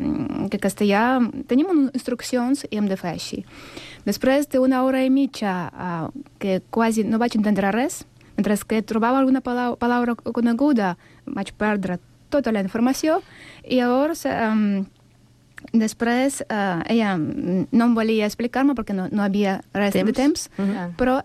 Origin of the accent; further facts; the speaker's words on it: Sant Cugat del Vallès, Catalonia, Spain; Soc de Sant Cugat, però a cada setmana vaig a Vilafranca de Penedès perquè els senseis són meravellosos.